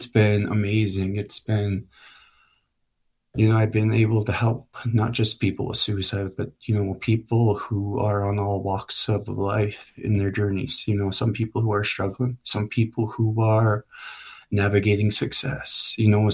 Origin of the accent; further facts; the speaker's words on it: Montana, United States; growing up on the Blackfeet Reservation and then also losing my brother there on the Blackfeet Reservation